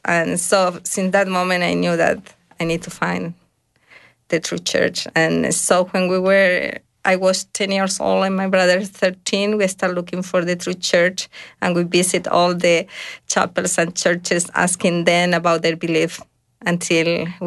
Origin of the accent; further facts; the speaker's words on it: Uruguay; moved away; I was raised in Uruguay, and when I was raised in the Catholic belief with a strong faith in Jesus Christ and Heavenly Father.